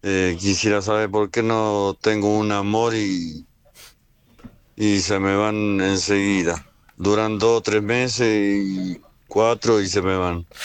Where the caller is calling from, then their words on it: Paso del Rey, Buenos Aires Province, Argentina; de Zona Paso del Rey, Entre Moreno, 47 años, cumplo ahora el 19